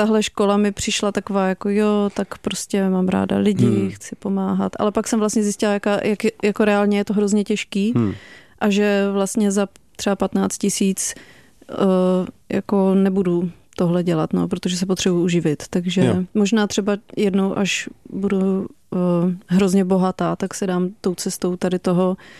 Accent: Moravia, Czechia; Já jsem původně z Moravy, takže...

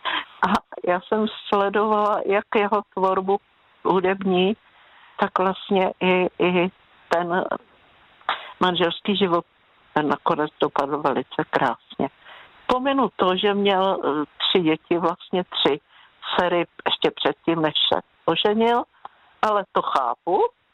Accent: Plzeň Region, Czechia; já jsem dokonce rodačka z Plzeňska

